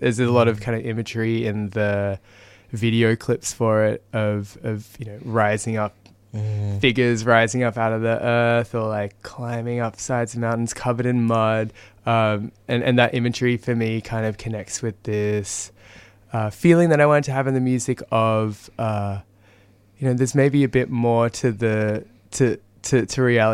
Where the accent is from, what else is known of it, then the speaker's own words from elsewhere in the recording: Sydney, New South Wales, Australia; I'm from Sydney, Gadigal country, Wangal country, and I make music of a few different kinds, mostly electronic music.